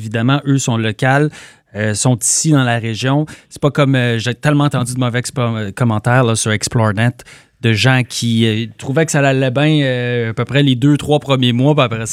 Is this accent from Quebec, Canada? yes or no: no; Vankleek Hill, Ontario, Canada; Moi, je prends par exemple chez nous à Vanclick Hill, et c'est comme ça aussi dans plein de places.